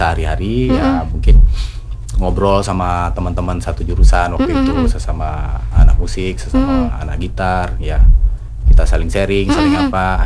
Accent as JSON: {"language": "Indonesian", "region": "Riau Islands", "country": "Indonesia", "said": "kita nih orang Kepulauan Riau atau orang Melayu"}